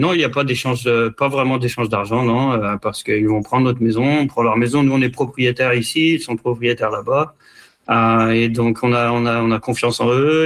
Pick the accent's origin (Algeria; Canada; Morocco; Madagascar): Canada; French is a second language; now in France; J'ai dit « Ok, on est Canadien, on vient habiter en France pendant un an ».